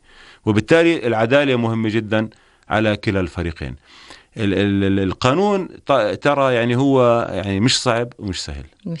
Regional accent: Jordan

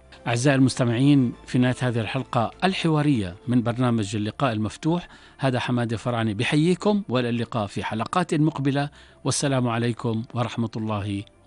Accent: Jordan; وإحنا كأردنيين

